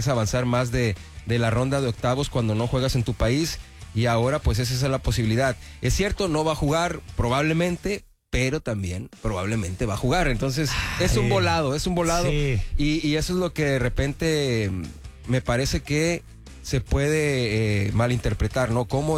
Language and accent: Spanish; Mexico; Por ese lado, siento que sí deberíamos de apoyarlo como mexicano.